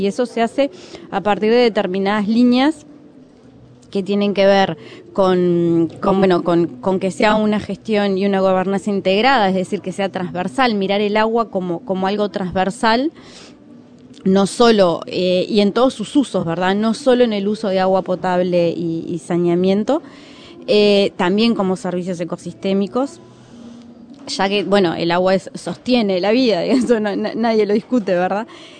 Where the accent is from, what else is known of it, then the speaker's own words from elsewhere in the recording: Uruguay; Los uruguayos tenemos